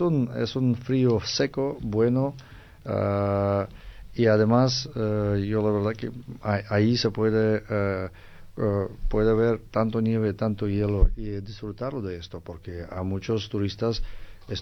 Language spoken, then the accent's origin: Spanish; Almaty, Kazakhstan; moved away; yo soy de Almaty, a mí me gusta la primavera en mi ciudad de Almaty